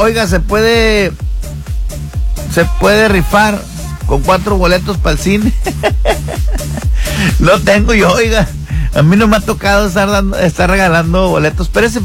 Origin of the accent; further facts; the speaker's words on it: Mexico; nosotros como mexicanos, tener el pasaporte vigente